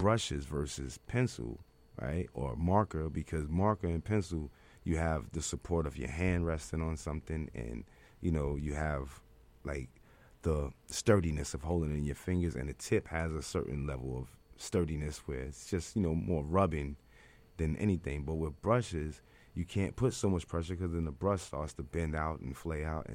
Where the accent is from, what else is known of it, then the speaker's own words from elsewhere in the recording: New York City, New York, United States; I'm from Harlem